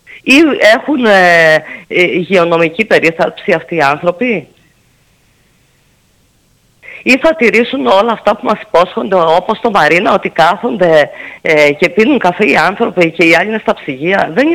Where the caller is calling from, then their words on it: Heraklion, Crete, Greece; Εμείς πολλοί είμαστε Ηρακλειώτες που φύγαμε από το Ηράκλειο, παρόλο που έχουμε σπίτια στο Ηράκλειο, για να έρθουμε στην εξοχή